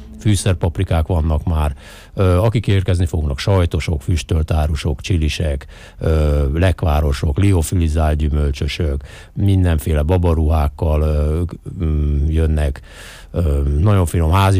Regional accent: Hungary; mi a magyarok vagyunk

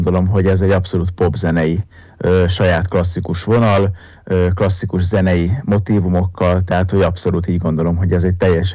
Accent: Felvidék, Slovakia; moved away; felvidéki származású vagyok

